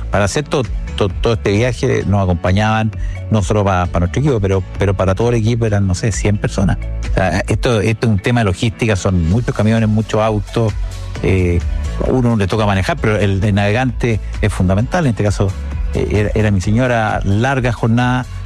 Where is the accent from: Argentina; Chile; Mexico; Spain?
Chile; Coquimbo; born or raised there